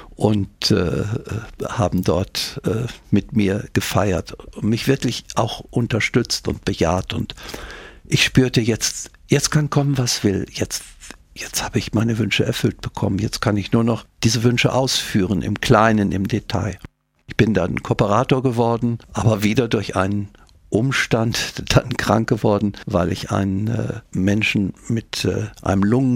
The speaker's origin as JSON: {"language": "German", "town": "Rheine", "region": "North Rhine-Westphalia", "country": "Germany", "tie": "born or raised there"}